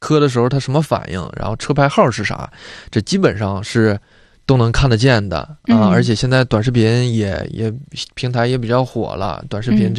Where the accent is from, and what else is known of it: Northeast China, China